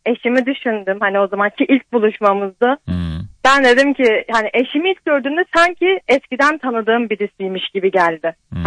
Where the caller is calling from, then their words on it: Urfa, Şanlıurfa, Turkey; Urfa'dan arıyorum.